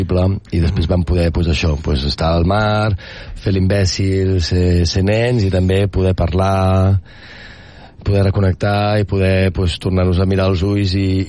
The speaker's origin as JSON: {"language": "Catalan", "town": "Rupià", "region": "Catalonia", "country": "Spain", "tie": "born or raised there", "said": "Estat de Rupià, del meu poble."}